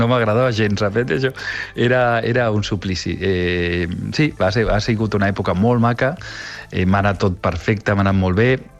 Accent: Catalonia, Spain; moved away as an adult; also born or lived in United States / Madrid, Spain; dels 18 anys vaig marxar de Catalunya, d'aquí el meu rovellat català que tinc, vam marxar cap als Estats Units, vaig estar allà més d'una dècada, després vaig anar a Madrid

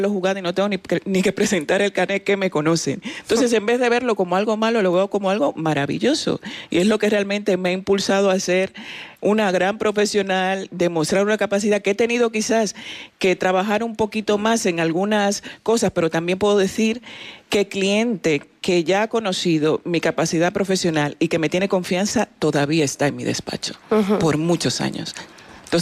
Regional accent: Dominican Republic; now in Spain; yo realmente soy española adoptada. Soy dominicana de origen y española adoptada.

